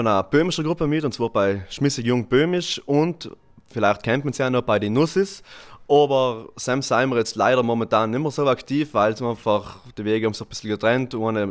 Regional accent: Naturns, Trentino-Alto Adige, Italy; ich komme aus Naturns

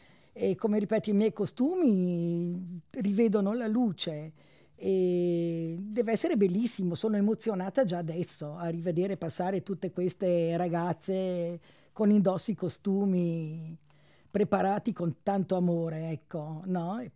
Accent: Laives, Trentino-Alto Adige, Italy; sono di Laives.

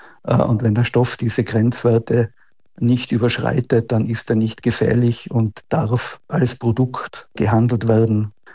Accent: Austria; ich bin ja Österreicher

